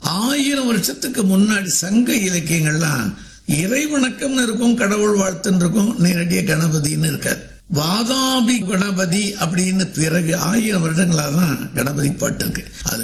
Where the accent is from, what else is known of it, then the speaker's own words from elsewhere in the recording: Chidambaram, Tamil Nadu, India; சிதம்பரமே தான். அங்க இருந்து கொண்டு தமிழ் பணிய இறை பணியும் செய்கிறேன்.